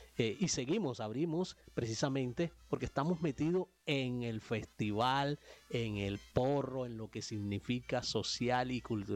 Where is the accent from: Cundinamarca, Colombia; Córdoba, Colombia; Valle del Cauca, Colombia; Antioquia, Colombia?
Córdoba, Colombia; Nosotros aquí eso lo llevamos como en la vena, en la sangre. Nos marca, nos transversa como cordobeses, como caribes, como colombianos.